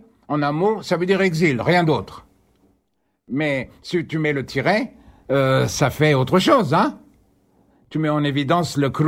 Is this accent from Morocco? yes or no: no; Paris, Île-de-France, France; Moi, je suis né à Paris, hein. J'ai grandi à Paris.